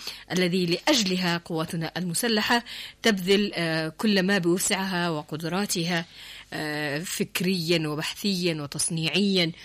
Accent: Yemen; أعداءنا نحن كيمنيين

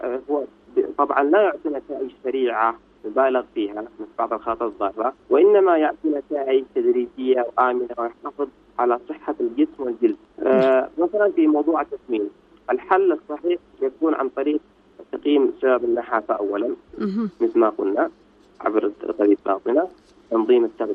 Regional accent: Yemen; وعندنا في اليمن غالبا السبب يكون وقات

